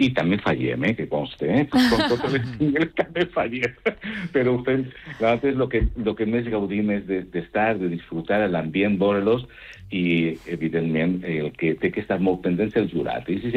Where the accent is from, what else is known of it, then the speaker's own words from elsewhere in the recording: Valencian Community, Spain; Som humans, evidentment, i som valencians.